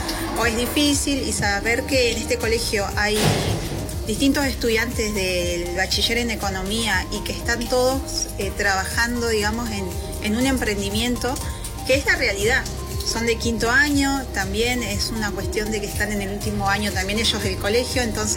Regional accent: Río Turbio, Santa Cruz, Argentina; de donde yo vengo, que es de Río Turbio, ¿no?

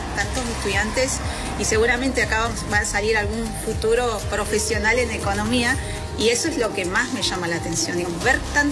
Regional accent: Río Turbio, Santa Cruz, Argentina; de donde yo vengo, que es de Río Turbio, ¿no?

